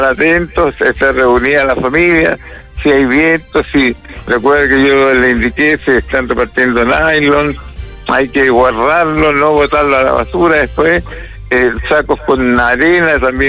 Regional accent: Chile; Sí, somos todos los chilenos

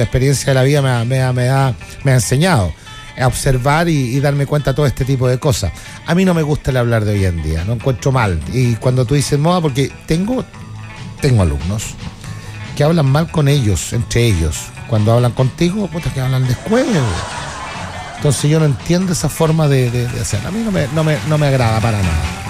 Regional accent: Chile; nuestro hablar de como chileno

